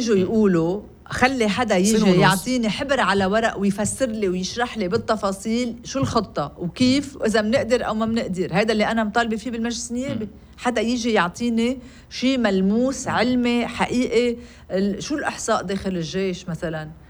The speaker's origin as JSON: {"language": "Arabic", "country": "Lebanon", "said": "نحن كلبنانيين"}